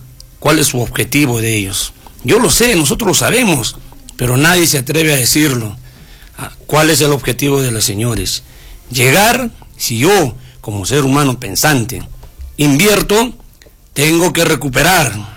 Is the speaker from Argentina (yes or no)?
no; Arequipa, Peru; born there; Soy un hijo de Pueblo Joven, nací en el Pueblo Joven Tupac Amaru, Cerro Colorado